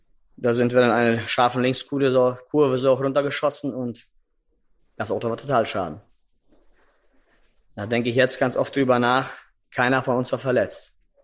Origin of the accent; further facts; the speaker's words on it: Orenburg Oblast, Russia; moved away as an adult; now in Germany; Ich komme aus den deutschen Dörfern, Gebiet Orenburg, aus Nummer 7.